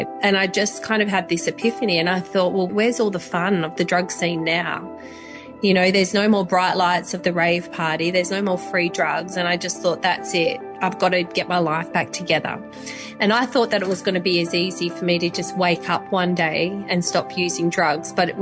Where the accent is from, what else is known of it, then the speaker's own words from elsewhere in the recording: Perth, Western Australia, Australia; From Perth, Western Australia.